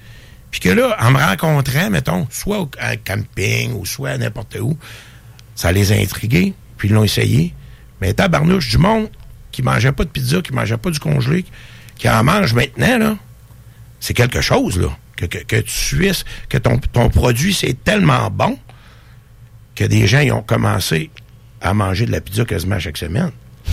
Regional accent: New Brunswick, Canada; born there; Ça, c'est dans mon coin que je suis né au Nouveau-Brunswick, là.

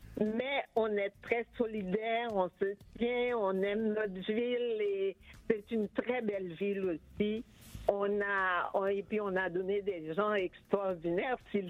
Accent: Cavaillon, Sud, Haiti; C'est une ville du sud d'Haïti. C'est ma ville natale.

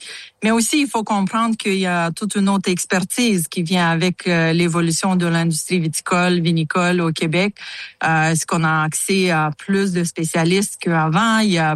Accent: Moldova; now in Yamachiche, Canada; Je suis originaire de Moldavie en Moldavie, on a fait beaucoup, beaucoup de vin. Donc, le vin, on l'a un petit peu, les Moldaves, dans notre ADN.

